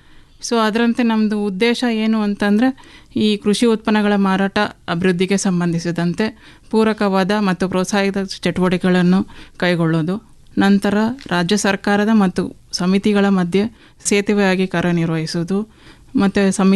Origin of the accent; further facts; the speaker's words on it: Chintamani, Karnataka, India; moved away as an adult; now in Mysore, India; ನನ್ನ ಹುಟ್ಟೂರು ಬಂದು ಆ್ಯಕ್ಚುಲಿ ಚಿಂತಾಮಣಿ ತಾಲೂಕು ಸರ್. ನಾನು ಮದುವೆ ಆಗಿ ಕೊಟ್ಟಿರೋದೆಲ್ಲನೂ ಬೆಂಗಳೂರಲ್ಲಿ.